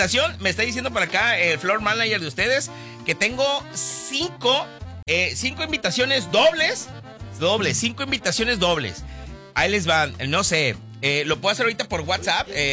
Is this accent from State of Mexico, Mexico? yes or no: no; Tepic, Nayarit, Mexico; now in Tijuana, Mexico; Yo no soy de aquí tampoco, yo soy de Tepic, Nayarit.